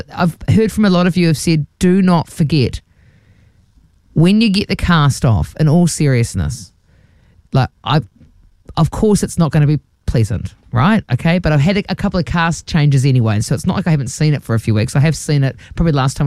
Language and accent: English; Dargaville, Northland, New Zealand; No way, there'll be kumaras. I'm from Dargaville.